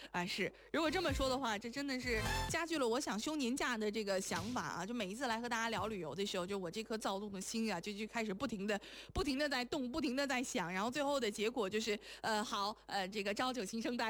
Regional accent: Shanxi, China; moved away; 虽然我的家乡在山西

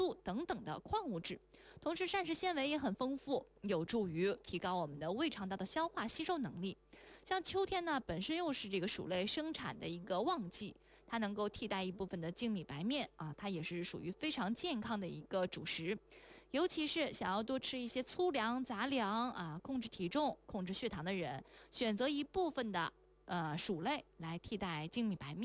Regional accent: Jilin, China; 在我的老家家乡东北吉林，当地呢，当时吃的更多的可能是那种淡黄色的红薯

